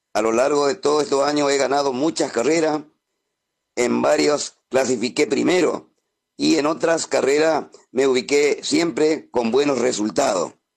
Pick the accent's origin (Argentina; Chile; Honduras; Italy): Argentina; Villa Ángela, Chaco; also born or lived in Carapeguá, Paraguay; Tenía pocos meses de vida cuando me trajeron mis padres a Villa Ángela, Chaco, aquí en la Argentina. Todos mis estudios primarios, secundarios y terciarios los realicé aquí ya en la Argentina, precisamente en Villa Ángela, Chaco.